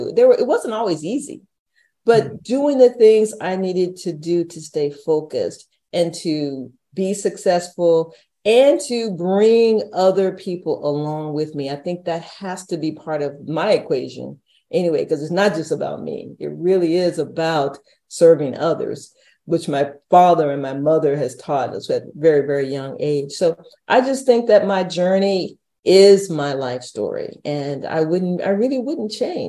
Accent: San Antonio, Texas, United States; growing up in San Antonio and not being, you know, not having a whole lot of money

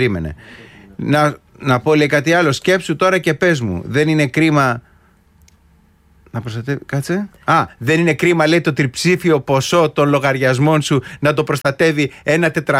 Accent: Koropi, Attica, Greece; born there; Εντάξει, εγώ έχουμε οικολόγηση και γεννηθεί στο Κοροπή.

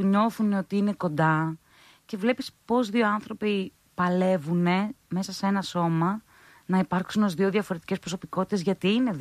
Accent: Greece; Στέλνω μήνυμα, στέλνω email ότι … είμαι ηθοποιός από την Ελλάδα, δεν έχω manager, γιατί δεν έχουμε στην Ελλάδα.

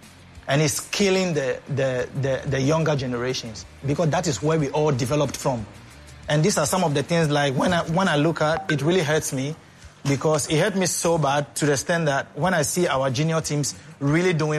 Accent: Ghana; I'm not gonna sit here and pretend like because I'm a Ghanaian and I wouldn't tell the truth, you know.

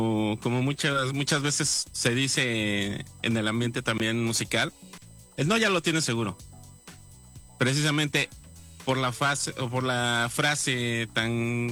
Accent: Mexico City, Mexico; soy un músico de Ciudad de México.

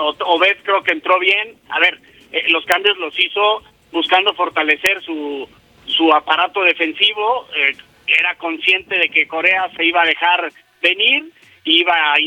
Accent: Mexico; el vínculo afectivo que nos une a México porque somos mexicanos

